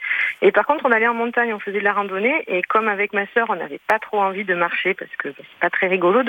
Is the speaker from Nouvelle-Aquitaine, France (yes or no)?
yes; Landes, Nouvelle-Aquitaine, France; quand j'étais petite, j'habitais dans les Landes, donc une demi-heure de l'océan, donc pas très loin de l'océan